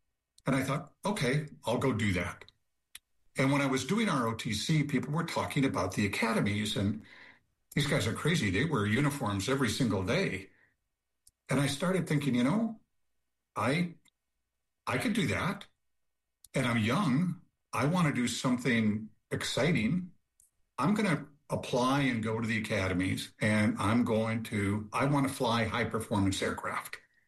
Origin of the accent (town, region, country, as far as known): Fridley, Minnesota, United States; born or raised there